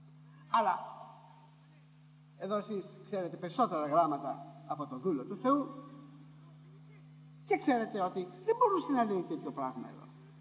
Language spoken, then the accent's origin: Greek; Greece; Εμείς είμαστε Έλληνες και είμαστε ένα κομμάτι της ρίζας αυτών των χωμάτων